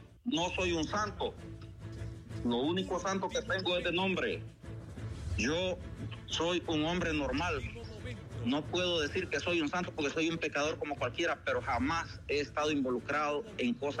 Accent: Honduras

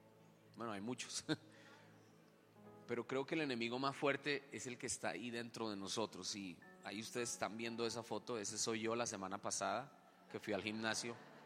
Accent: Bogotá, Colombia; Dios puso mi corazón a iniciar en mi tierra, en Bogotá.

